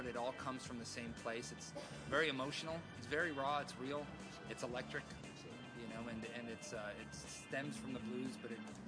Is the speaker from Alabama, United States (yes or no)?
no; Wisconsin, United States; But originally, I grew up in Wisconsin. And it was like right near the border of Wisconsin and Illinois.